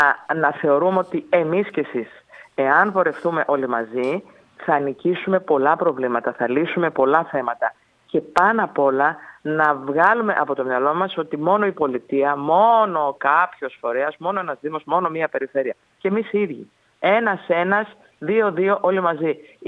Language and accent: Greek; Didymoteicho, Eastern Macedonia and Thrace, Greece; now in Athens, Greece; Εμείς είμαστε καταγόμενοι από το Διδημότυχο